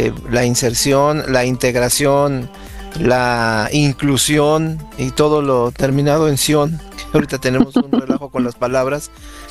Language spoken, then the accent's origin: Spanish; Córdoba, Veracruz, Mexico; born there; Nací en Córdoba, en la ciudad de Córdoba, Veracruz, hace 55 años ya.